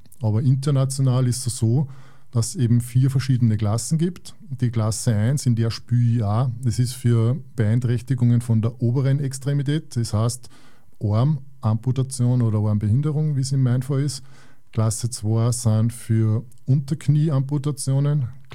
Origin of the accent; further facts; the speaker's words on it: Bach, Upper Austria, Austria; ich komme aus Bach bei Schwanenstadt, also kleinste Gemeinde Oberösterreichs einwohnermäßig mit ungefähr 320 Einwohnern, aber halt doch mit einem Tennisplatz und einem regen Tennisleben bei mir daheim